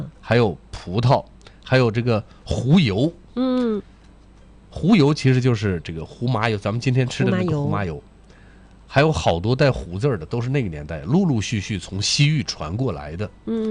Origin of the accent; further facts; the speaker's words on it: Hohhot, Inner Mongolia, China; 然后到了我们当时规划城，我们规划城的是公元1572年建的城，